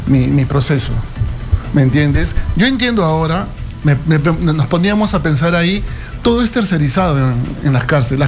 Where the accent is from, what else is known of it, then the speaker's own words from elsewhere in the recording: Callao, Peru; yo soy chalaco